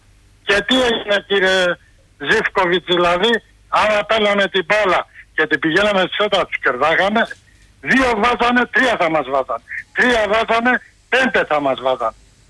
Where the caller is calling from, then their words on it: Acharnes, Attica, Greece; από το Μενίδη